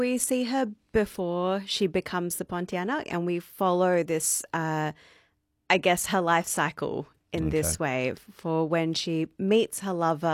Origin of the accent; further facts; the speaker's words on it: Kuala Lumpur, Malaysia; In Kuala Lumpur. Yeah.